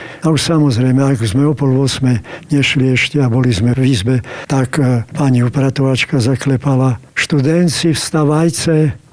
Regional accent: central Slovakia, Slovakia; ja som zo stredného Slovenska.

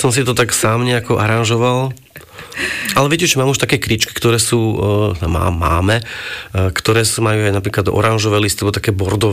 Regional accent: Bratislava, Bratislava Region, Slovakia; born there; also born or lived in Malacky / Rohožník / London; now in Stupava, Slovakia

